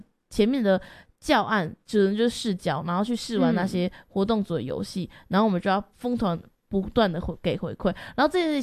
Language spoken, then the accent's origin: Chinese; Meinong, Kaohsiung, Taiwan; 回到我的家乡高雄，真的是美浓国小，美浓区东门国小